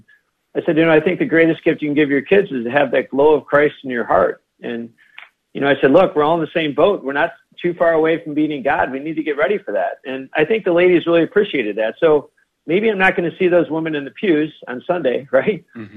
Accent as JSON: {"language": "English", "region": "Michigan", "country": "United States", "said": "What I like about Chicago is I'm from Michigan. I'm from the Midwest."}